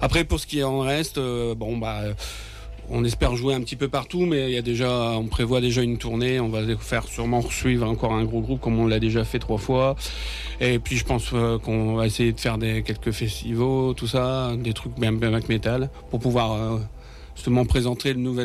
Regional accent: Arras, Hauts-de-France, France; born there

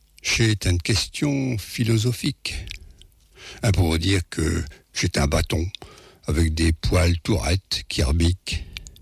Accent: Paris, Île-de-France, France

